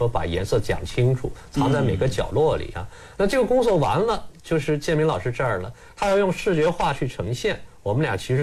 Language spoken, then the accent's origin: Chinese; China